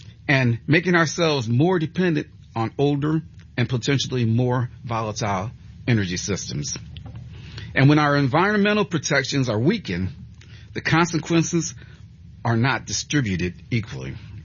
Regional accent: Niagara Falls, New York, United States; I grew up in Niagara Falls in the Love Canal. Many of you might have heard the Love Canal. But when I moved from the Love Canal, I went right next to a Goodyear plant in Niagara Falls

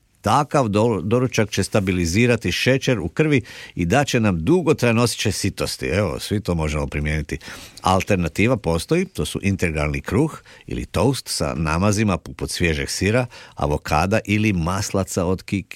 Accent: Croatia

